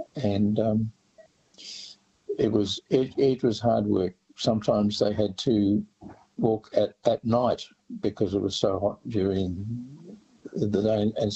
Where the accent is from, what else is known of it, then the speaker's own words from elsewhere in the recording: Sydney, New South Wales, Australia; We grew up in on the North Shore in West Pymble